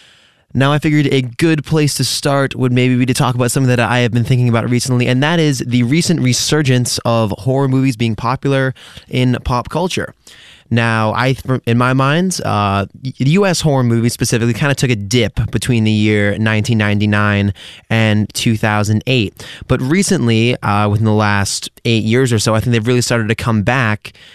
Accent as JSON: {"language": "English", "region": "Massachusetts", "country": "United States", "tie": "born or raised there", "said": "And for me, growing up in Massachusetts my whole life, Halloween's always been a big thing"}